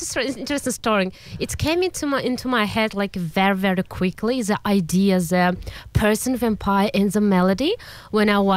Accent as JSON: {"language": "English", "country": "Kazakhstan", "tie": "born or raised there", "said": "So growing up in Kazakhstan gave me a deep appreciation for emotional melodies and storytelling. Our culture has a beautiful traditional music"}